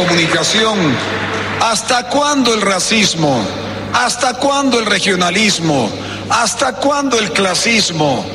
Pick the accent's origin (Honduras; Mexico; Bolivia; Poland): Bolivia; Aquí todos somos bolivianos, aquí todos somos parte de la misma patria, aquí tenemos todos derecho a salir adelante.